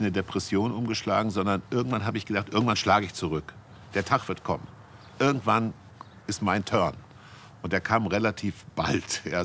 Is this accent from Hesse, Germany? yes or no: yes; Kassel, Hesse, Germany; Ich bin auch mit 16 schon nach Frankfurt getrennt von Kassel, wo ich aufgewachsen bin